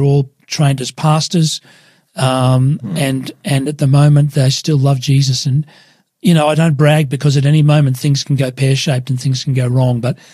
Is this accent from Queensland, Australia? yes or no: yes; Queensland, Australia; moved away as an adult; also born or lived in New Zealand; now in Sydney, Australia; We're both from Queensland. We've left our family behind.